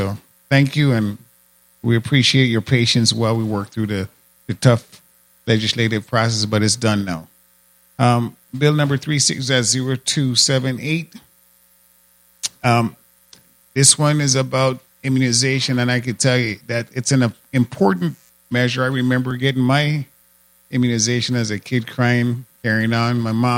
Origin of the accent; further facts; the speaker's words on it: Frederiksted, St. Croix, U.S. Virgin Islands; I grew up in Williams Delight, 117.